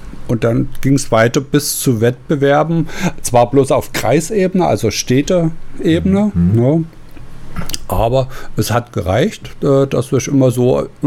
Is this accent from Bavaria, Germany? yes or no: no; Zwickau, Saxony, Germany; Ja, wir hatten eine Tanzschule bei uns in Zwickau und da gab es ein großes Kulturhaus. So, und da war ja zu DDR-Zeiten üblich, dass man entweder hat man einen Sportverein gehabt oder man hat einen Tanzverein gehabt